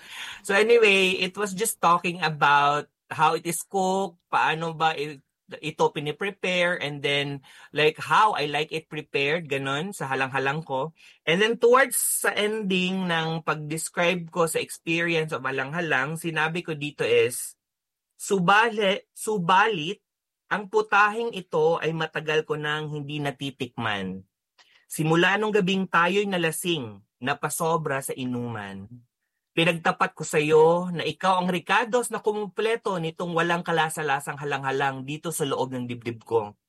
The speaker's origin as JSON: {"language": "Tagalog", "town": "Iligan", "region": "Northern Mindanao", "country": "Philippines", "tie": "born or raised there", "said": "experience ko growing up dito sa Iligan"}